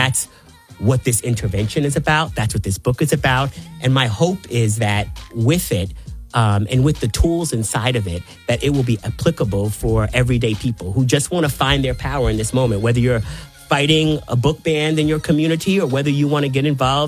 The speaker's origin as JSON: {"language": "English", "town": "Riverhead", "region": "New York", "country": "United States", "tie": "born or raised there", "said": "I grew up on Eastern Long Island, the last exit on Long Island Expressway, Riverhead, and my family got there through the Great Migration."}